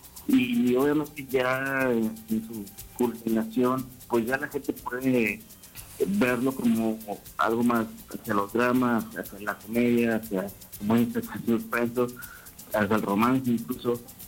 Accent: Tampico, Tamaulipas, Mexico; Sí, yo soy de Tampico. Justo aquí estoy en Tampico.

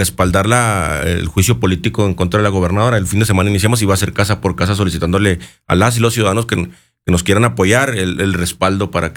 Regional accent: Chihuahua, Mexico; Nosotros somos de Chihuahua

